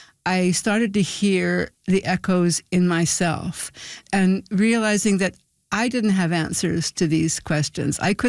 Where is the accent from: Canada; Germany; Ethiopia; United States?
Canada; Why was this so uncomfortable as a Canadian?